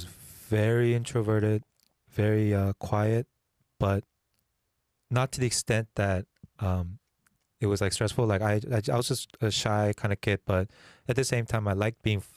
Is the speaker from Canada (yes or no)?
yes; Vancouver, British Columbia, Canada; also born or lived in South Korea; I was born in Korea and I moved to Vancouver, Canada when I was in fourth grade, okay. elementary school. Mm. And since then, I graduated high school. In Vancouver, and then went to school in Philly and so on.